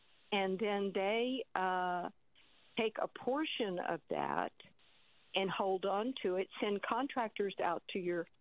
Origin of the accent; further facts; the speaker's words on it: Dallas, Texas, United States; So did I. I grew up in Dallas, Texas. My mother. We went to the revivals.